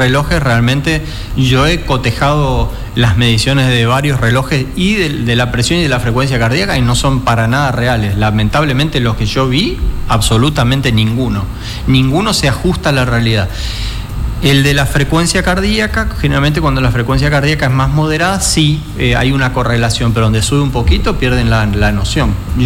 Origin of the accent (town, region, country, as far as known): Argentina